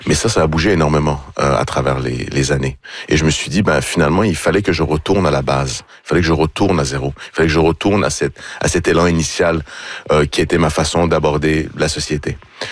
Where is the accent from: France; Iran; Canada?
Iran; moved away; Moi, je pensais qu'on a quitté l'Iran comme tout le monde, c'est-à-dire comme beaucoup de gens. Il y a eu la guerre, il y a eu la révolution, il y a eu énormément d'exil.